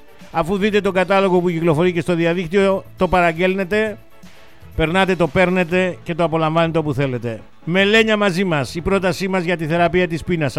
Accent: Western Greece, Greece; στην πατρίδα μου απέναντι την Έτωλο Ακαρνανία.

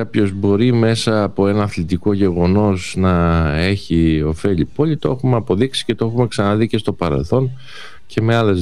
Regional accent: Patras, Western Greece, Greece; ως πατρινοί

